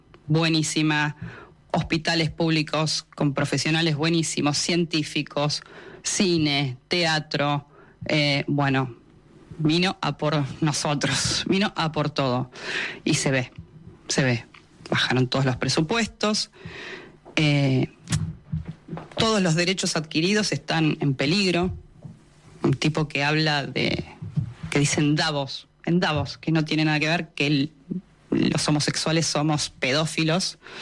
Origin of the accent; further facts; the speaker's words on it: Argentina; Las cosas en mi país lamentablemente cambiaron para mal. Para mal y en todos los departamentos, digamos. O sea, a nivel cultural, científico, económico. Y si bien Argentina siempre tuvo altos y bajos económicamente.